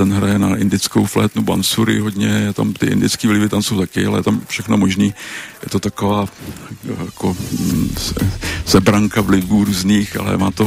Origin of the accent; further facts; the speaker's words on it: Plzeň, Plzeň Region, Czechia; Já jsem totiž z Plzně a tam je ta kultura převážně teda Big Beatová a pivní